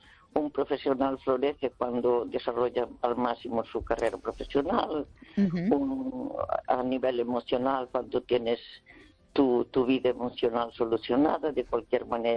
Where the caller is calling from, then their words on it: Santiago de Compostela, Galicia, Spain; de Santiago.